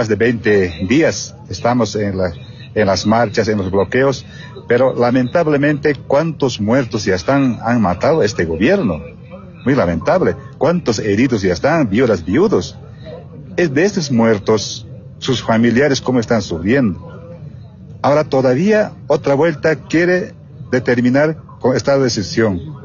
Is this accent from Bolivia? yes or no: yes; Bolivia; Como bolivianos, como trabajadores